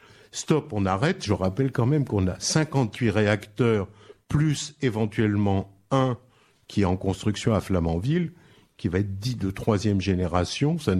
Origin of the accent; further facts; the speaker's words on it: France; born there; je suis né en France